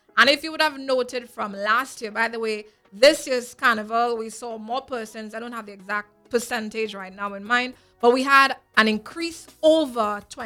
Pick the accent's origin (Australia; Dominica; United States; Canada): Dominica; Portsmouth, Saint John; I'm from Portsmouth. I love my people.